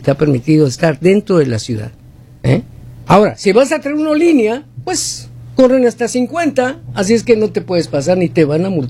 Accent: Hermosillo, Sonora, Mexico; moved away; acabo de ir a mi ciudad natal. Mi ciudad natal es Hermosillo, Sonora, México

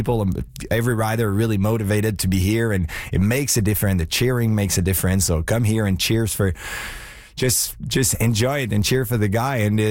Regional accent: Quebec, Canada; also born or lived in Montreal; I lived a bit in Quebec. I lived a bit in Montreal. I know those places. It was my hometown for some time.

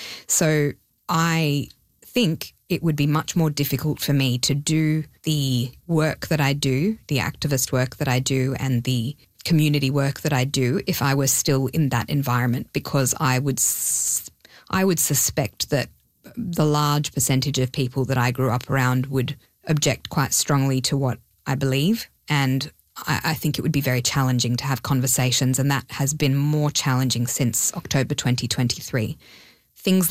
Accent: Sydney, New South Wales, Australia; first language Hebrew; English is a second language; moved away; I'm from Sydney, Australia originally, and I was born from Israeli parents. So I grew up speaking Hebrew

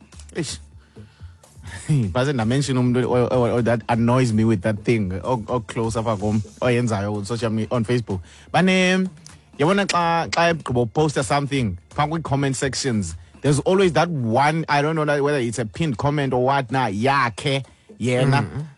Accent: Mthatha, Eastern Cape, South Africa; I grew up in Mtata.

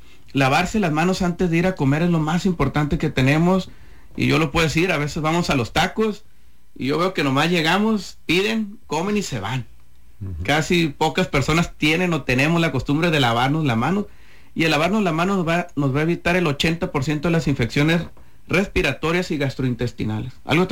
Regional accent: Sinaloa, Mexico; Somos sinaloenses, todo el año hace calor. Es la única estación del año que tenemos.

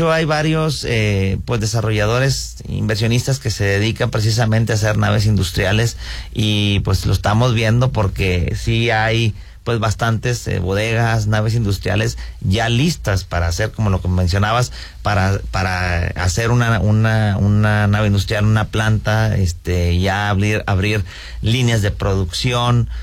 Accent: Piedras Negras, Coahuila, Mexico; now in Saltillo, Mexico; yo soy originario de Piedras Negras

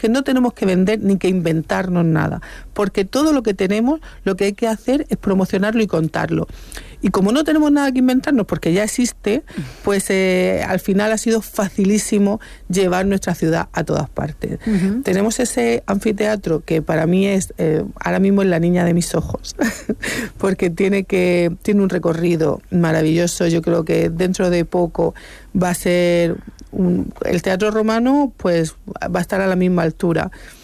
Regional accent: Cartagena, Region of Murcia, Spain; Porque yo ni soy cartagenera, ni soy cartaginesa ni soy romana, soy cartagenera

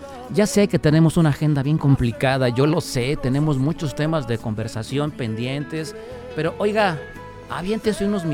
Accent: Mexico; yo sé que soy mexicano

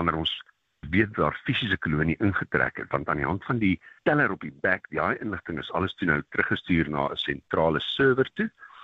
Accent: Nigel, Gauteng, South Africa; also born or lived in Alberton; ek het aanvanklik in Alberton was op laerskool en van daar het my ouers verhuis na Nigel

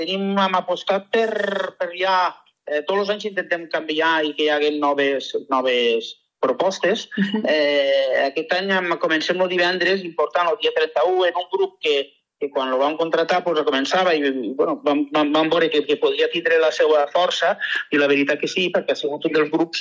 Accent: Rosell, Valencian Community, Spain; vam considerar que Rosell era un bon lloc, perquè nosaltres som de Rosell, per fer una miqueta de territori i de pertenència

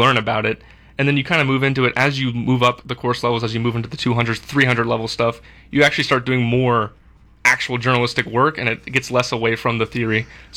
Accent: Chesapeake Bay area, United States; also born or lived in Florida; I am also originally from this area. I was born in Florida, but my dad was military, so I've spent most of my time in the Chesapeake area.

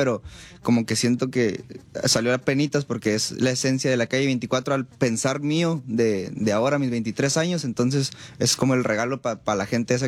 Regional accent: Cuauhtémoc, Chihuahua, Mexico; No, yo soy de Chihuahua. Chihuahua. Sí, de Cuauhtémoc, Chihuahua.

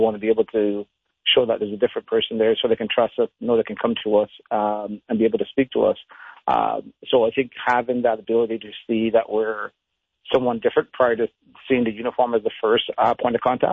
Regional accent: Barbados; I grew up back home in Barbados, and then, sort of running around in the streets

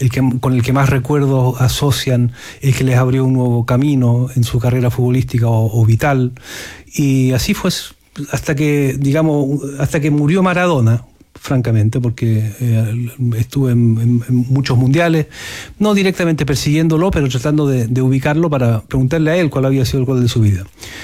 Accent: Chile; moved away; also born or lived in Bremen, Germany; me fui yo. Se fueron mis padres después del golpe, como tantos chilenos. Y acabamos en Alemania, en Bremen.

